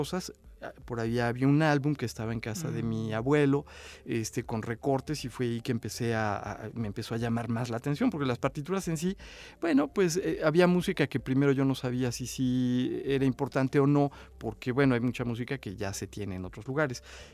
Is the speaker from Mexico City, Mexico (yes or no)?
yes; Mexico City, Mexico; moved away as an adult; now in Xalapa, Mexico; yo fui feliz cuando gané mi plaza aquí en Jalapa. Me vine a Jalapa, yo amaba Jalapa, estudié una maestría acá, yo soy de la Ciudad de México